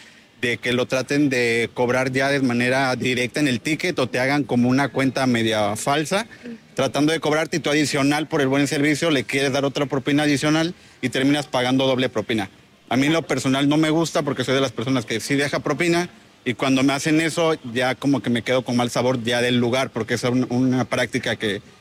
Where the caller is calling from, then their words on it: Cancún, Quintana Roo, Mexico; También viajo a Cancún, vivo en Cancún